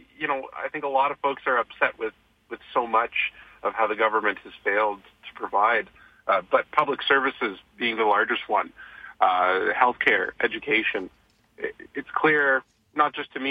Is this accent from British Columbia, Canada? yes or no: no; Calgary, Alberta, Canada; And, I've grown up here. I grew up in Chaparral. I now live elsewhere in the constituency, and I'm rooted here.